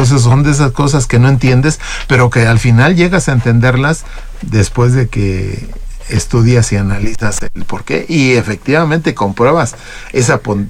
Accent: Mexico

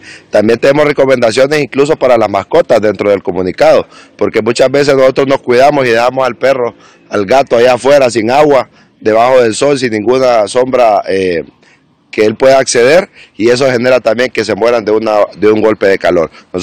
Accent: Honduras; Nosotros los hondureños

